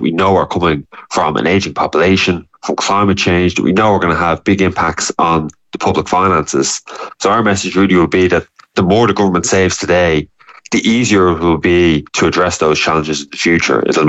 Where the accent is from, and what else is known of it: Ireland